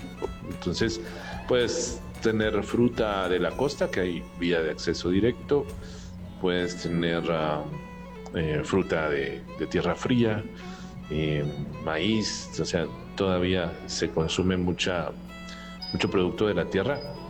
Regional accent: Antigua Guatemala, Sacatepéquez, Guatemala; soy de la Antigua Guatemala en Zacatepeques.

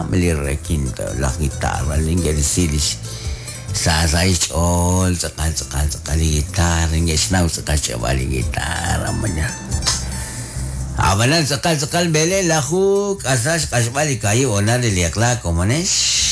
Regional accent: Guatemala; Para nosotros como guatemaltecos es el mes patrio.

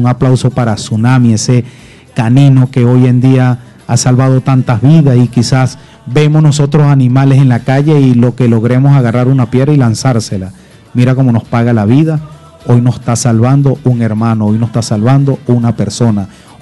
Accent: Venezuela; Hoy nos unimos como venezolanos.

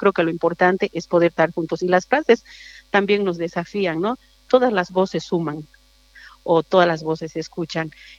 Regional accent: Tarija, Bolivia; Soy de Tarija

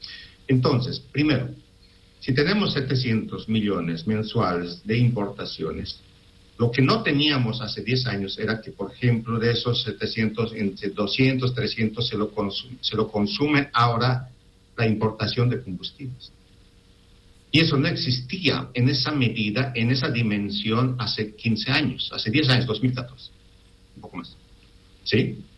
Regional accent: Bolivia; porque somos bolivianos

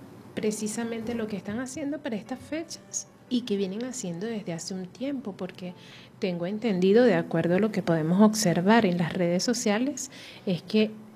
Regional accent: Venezuela; nosotros los venezolanos, bueno, no nos quedamos de brazos cruzados.

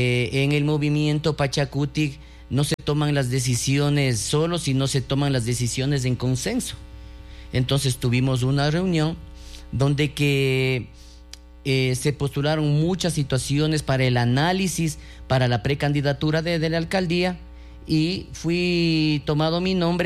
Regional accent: Salcedo, Cotopaxi, Ecuador; los ciudadanos que somos de Salcedo.

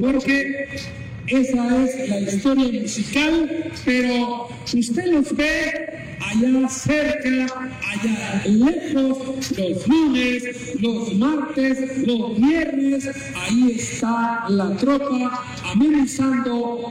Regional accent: Santiago Atitlán, Sololá, Guatemala; o de mi pueblo Santiago Atitlán

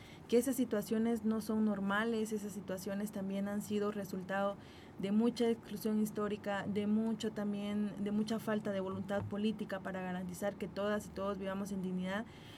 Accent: Guatemala; somos guatemaltecas, guatemaltecos, o como nos identifiquemos.

